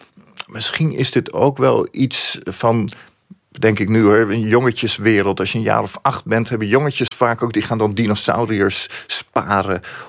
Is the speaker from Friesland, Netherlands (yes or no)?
no; Leiden, South Holland, Netherlands; Ik groeide op in Leiden... En in een gezin waar alles heel strak geregeld was.